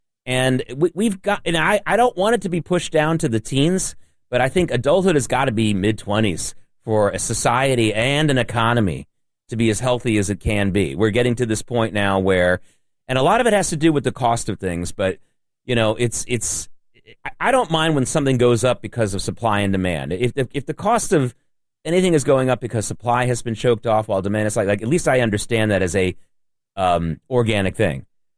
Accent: Norfolk, Virginia, United States; now in New York, United States; You know, before I came to New York, I was growing up in Norfolk, Virginia.

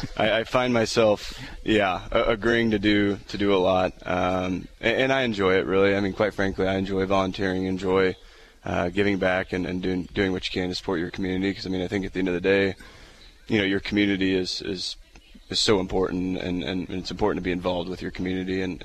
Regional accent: Springfield, Illinois, United States; also born or lived in Chatham; Born and raised, like I said, born and raised here in Springfield.

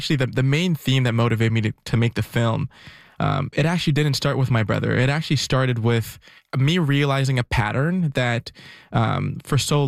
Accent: Ottawa, Ontario, Canada; growing up in Richie as well too

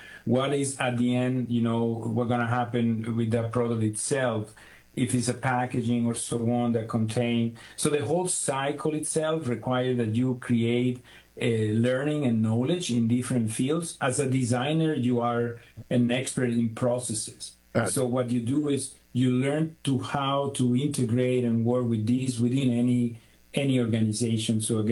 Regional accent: Venezuela; I grew up in Venezuela. I don't know if you're familiar. Well, nowadays it's in the news, but Venezuela is an incredible nature-driven country.

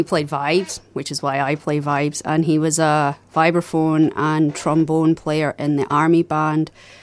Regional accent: Glasgow, Scotland, United Kingdom; we grew up in Glasgow

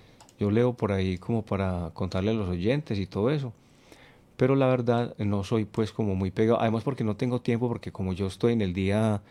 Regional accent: Concordia, Antioquia, Colombia; Yo soy de un pueblo aquí cerquita a Medellín, doctora, ¿cierto? Yo soy montañero de Concordia, Antioquia, pueblo cafetero, nos gusta mucho el café, aunque bueno, en estos últimos años se ha metido el aguacate, ¿cierto?

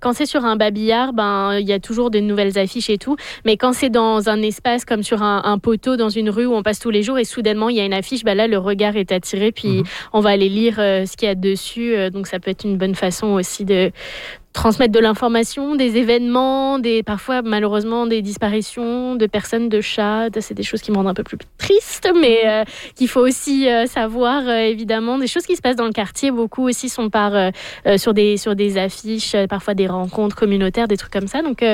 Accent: France; moved away; comme je viens de France

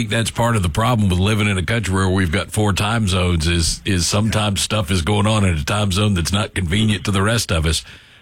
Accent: Philadelphia, Pennsylvania, United States; You know, we're from Philly, and now all of a sudden we're staying up till what would be our midnight.

